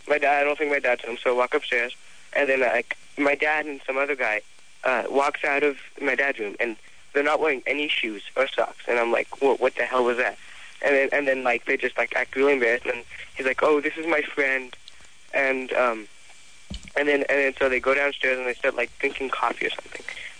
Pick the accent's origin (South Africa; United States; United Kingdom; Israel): Israel; I was actually from Israel.